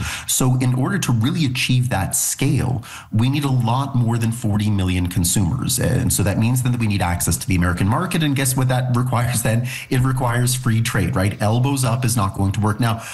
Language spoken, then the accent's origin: English; Ontario, Canada; now in Alberta, Canada; So I'm a Canadian citizen. I'm born and raised in southwestern Ontario. I now live out in Alberta